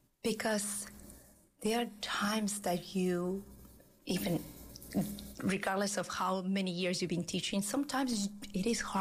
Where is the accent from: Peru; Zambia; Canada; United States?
Peru; moved away; I was born and raised in Peru